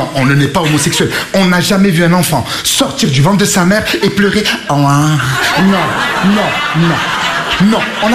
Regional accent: Marseille, Provence-Alpes-Côte d'Azur, France; je viens de Marseille.

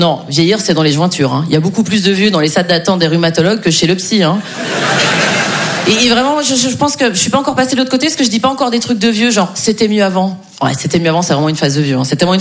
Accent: Switzerland; c'est un effort énorme de dire 90, parce que je suis suisse. Donc en vrai, je dis 90.

